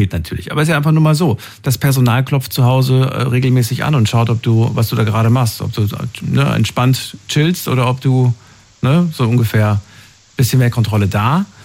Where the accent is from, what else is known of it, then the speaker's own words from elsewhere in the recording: Thuringia, Germany; born there; Ich bin in Thüringen geboren, das war früher so.